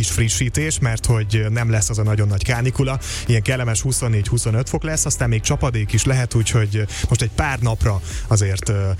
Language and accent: Hungarian; Kisvárda, Szabolcs-Szatmár-Bereg, Hungary; moved away; mert hogy én meg Kisvárdán születtem